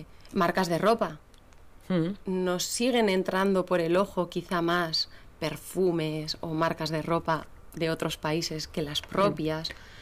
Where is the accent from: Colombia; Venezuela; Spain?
Spain; Basque Country; born there; Mi ama es gallega y mi aita es leonés. Yo nací aquí en Euskadi y entonces...